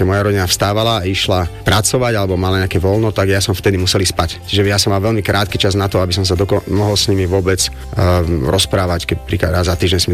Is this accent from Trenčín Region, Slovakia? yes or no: no; Šaľa, Nitra Region, Slovakia; now in Sereď, Slovakia; pochádzam zo Šale, momentálne pôsobím v Seredi.